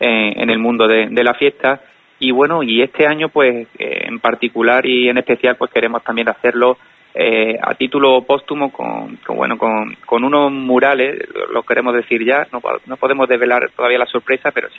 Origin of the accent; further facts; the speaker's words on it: Andalusia, Spain; aquí en la provincia de Málaga, y además en una zona concreta de aquí de nuestra tierra.